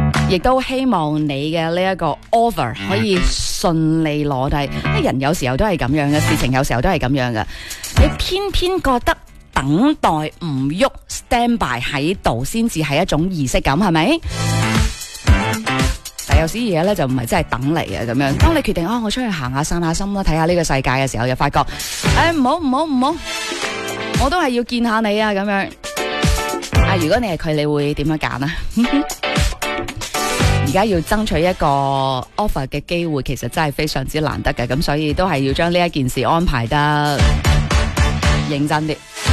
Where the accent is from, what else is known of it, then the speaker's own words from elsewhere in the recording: Guangdong, China; 作为广东人